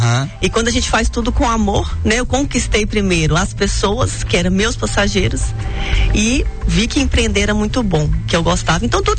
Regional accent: Coronel Fabriciano, Minas Gerais, Brazil; eu amo Timóteo, igual eu amo Coronel Fabriciano, não posso esquecer da minha terra.

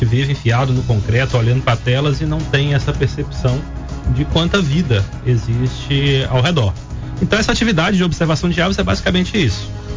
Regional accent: Ipatinga, Minas Gerais, Brazil; Fui criado em Ipatinga

